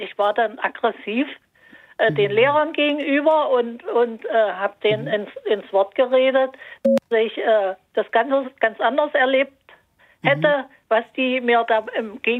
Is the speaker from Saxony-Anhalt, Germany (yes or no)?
yes; Dessau, Saxony-Anhalt, Germany; now in Münster, Germany; Ja, also ich fange mal an zu erzählen, dass ich kürzlich erst in meiner Heimatstadt war, in Dessau.